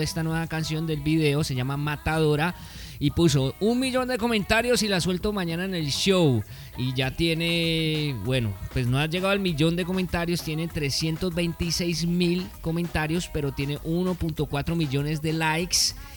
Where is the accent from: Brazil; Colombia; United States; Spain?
Colombia; uno como colombiano